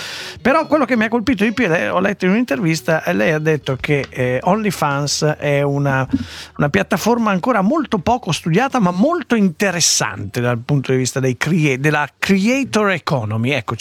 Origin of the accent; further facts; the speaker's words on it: Milan, Lombardy, Italy; La prima riguarda la città di Milano, se volete, visto che noi siamo milanesi